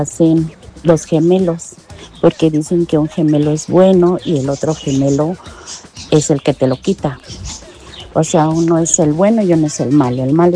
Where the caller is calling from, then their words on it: San Rafael, State of Mexico, Mexico; Te mando saludos desde San Rafael, Estado de México.